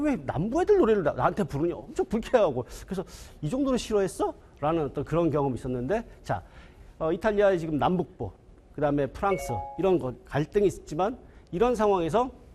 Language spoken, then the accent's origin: Korean; South Korea; born there; moved away; 저는 한국에 있을 때